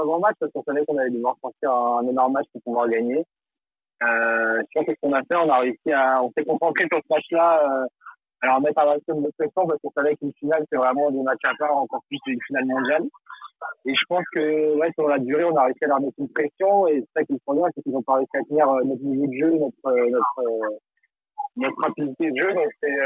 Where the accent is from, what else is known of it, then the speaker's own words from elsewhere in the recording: Betton, Brittany, France; also born or lived in Saint-Grégoire; Moi, je suis de Bétonnette de base